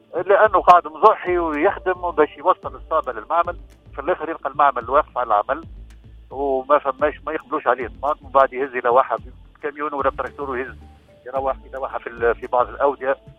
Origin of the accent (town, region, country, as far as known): Tunisia